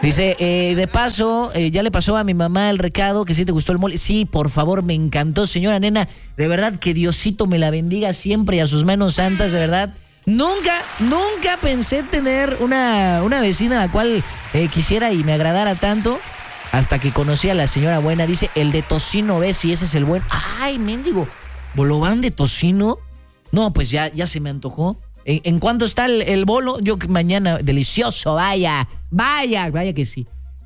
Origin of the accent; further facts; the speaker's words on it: Córdoba, Veracruz, Mexico; moved away; yo que soy de allá de Cordobaches